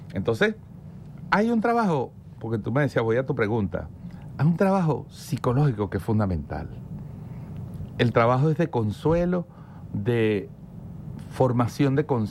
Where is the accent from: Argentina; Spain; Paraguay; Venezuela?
Venezuela